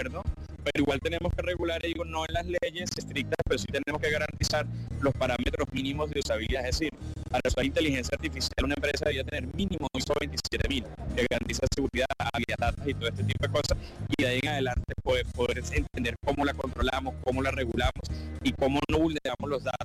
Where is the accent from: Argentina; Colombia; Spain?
Colombia; Para nosotros sí, como colombianos, y para el estudio que hacemos también